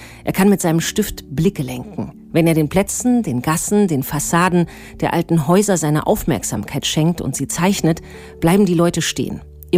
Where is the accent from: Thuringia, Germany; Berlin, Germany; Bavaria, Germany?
Thuringia, Germany; Erfurt; aufgewachsen in Erfurt